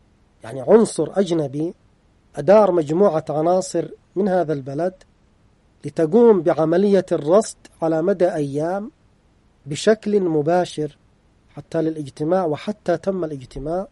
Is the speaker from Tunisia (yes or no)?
no; Yemen; عندنا في اليمن